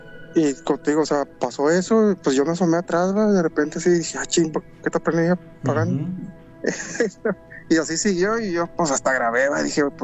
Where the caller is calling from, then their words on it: Tamaulipas, Mexico; Ok, bueno, sí … de Tamaulipas.